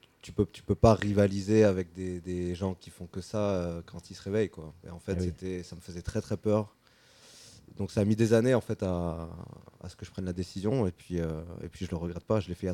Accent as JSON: {"language": "French", "town": "Toulouse", "region": "Occitanie", "country": "France", "tie": "born there", "also_born_or_lived": "Paris region", "said": "je suis originaire de région parisienne, mais je suis arrivé à Toulouse à 9 ans. Donc, j'en ai 39, donc on va dire que je suis toulousain quand même."}